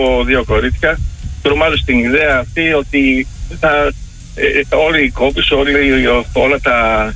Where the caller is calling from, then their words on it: Ioannina, Epirus, Greece; από Γιάννενα.